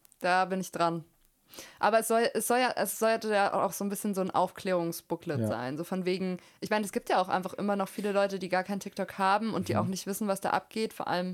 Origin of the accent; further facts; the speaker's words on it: Thuringia, Germany; Ich komme aus Thüringen, ja.